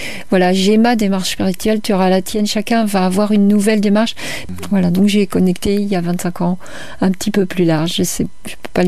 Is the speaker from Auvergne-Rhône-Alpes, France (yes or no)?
no; Paris, Île-de-France, France; born there; Moi, je suis née à Paris, donc si j'ai fait tout ce que j'ai fait en étant née à Paris, je pense que tout le monde peut le faire.